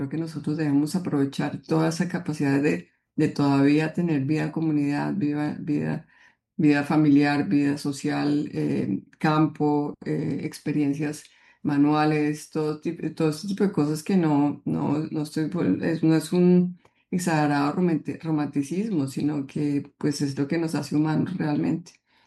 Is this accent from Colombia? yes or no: yes; Colombia